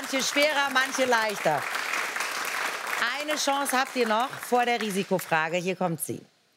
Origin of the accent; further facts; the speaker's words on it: Hamburg, Germany; Das ich komme nämlich aus Hamburg.